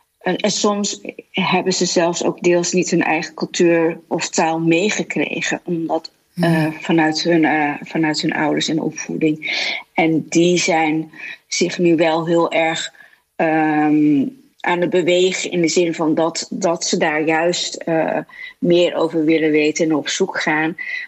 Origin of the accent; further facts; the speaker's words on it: Netherlands; ik ben in Nederland opgegroeid en ging hier naar de lagere school en de middelbare school.